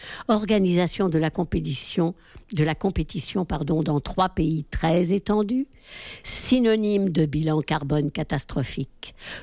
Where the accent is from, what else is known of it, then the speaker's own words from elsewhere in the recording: Saint-Denis, Île-de-France, France; born there; accompagné la victoire de l'équipe de France à l'issue de la finale de la Coupe du Monde à Saint-Denis, ma ville natale.